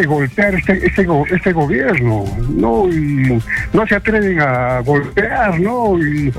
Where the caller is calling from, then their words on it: Juliaca, Puno, Peru; De acá de Juliaca